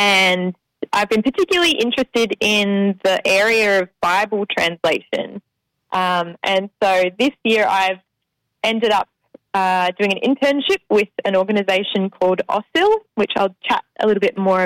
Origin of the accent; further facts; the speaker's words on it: Kyneton, Victoria, Australia; moved away as an adult; also born or lived in Melbourne, Australia / Alice Springs, Australia; now in Darwin, Australia; I'm a Victorian. I grew up in Kyneton, just down the road. So, was Victoria, Melbourne-based for university. And, but straight out of uni, I moved to the Northern Territory for teaching.